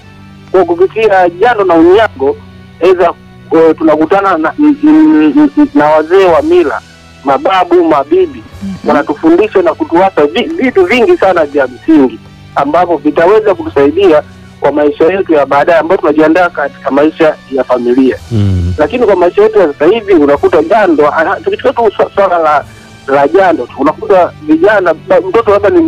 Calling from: Kilosa, Morogoro, Tanzania; Nafanya vema sana kutoka pande za Magu Bike, Kilosa, Morogoro, Tanzania.

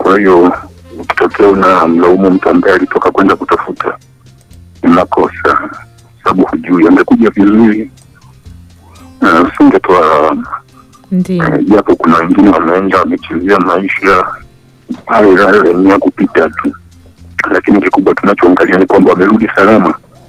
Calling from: Kakola, Tanzania; Natokea Kakola huko.

